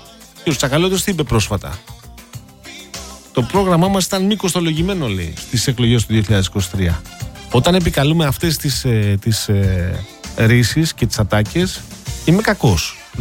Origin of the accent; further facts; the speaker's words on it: Athens, Attica, Greece; born there; Απλά να σου πω ότι γεννήθηκα στην Αθήνα. Ήταν απόφαση των γονιών μου να έρθουν στην Αθήνα.